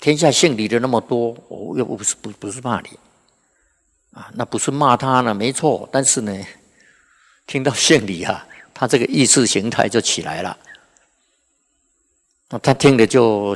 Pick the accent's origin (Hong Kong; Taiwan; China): Taiwan; accent: Taiwanese; now in Dallas, United States; 那听到我讲话的口音呐、啊、是台湾话啊